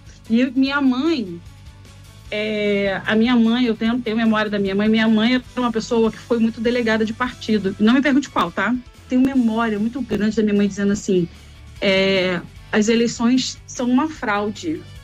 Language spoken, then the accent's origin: Portuguese; São Gonçalo, Rio de Janeiro, Brazil; born there; moved away as an adult; now in Botafogo, Rio de Janeiro, Brazil; Eu nasci em São Gonçalo. Em 2014, vim morar em Botafogo, quando passei pro concurso.